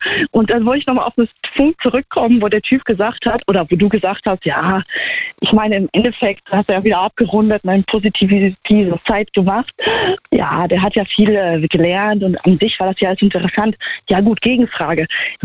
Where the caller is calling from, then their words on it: Trier, Rhineland-Palatinate, Germany; Hier, Trier.